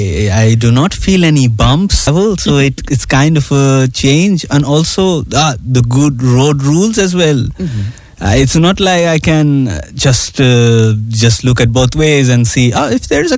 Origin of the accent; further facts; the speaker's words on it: West Bengal, India; English is a second language; moved away as an adult; now in St. Pölten, Austria; But maybe because I come from West Bengal